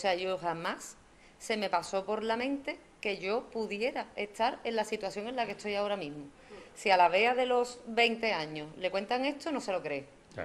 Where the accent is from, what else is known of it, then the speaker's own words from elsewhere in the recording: Cádiz, Andalusia, Spain; que yo soy gaditana, por los cuatro costados.